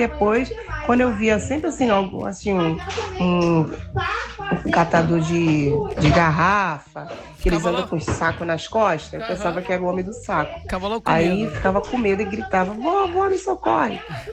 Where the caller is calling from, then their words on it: Rio de Janeiro, Brazil; eu sou de Parada de Lucas.